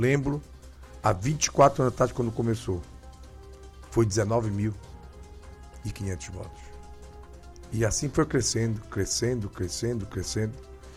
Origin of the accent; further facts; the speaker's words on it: Oriximiná, Pará, Brazil; a minha cidade natal, Ximiná